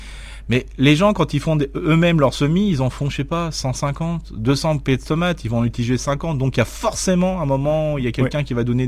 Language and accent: French; Grand Est, France; on est généreux, on est alsacien comme je dis toujours.